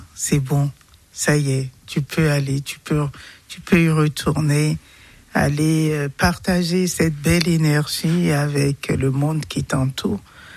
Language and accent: French; Cotonou, Littoral, Benin; now in Besançon, France; ça me ramenait les mêmes vibrations que j'avais de mon enfance lorsque j'étais à Cotonou, au bord de l'océan Atlantique.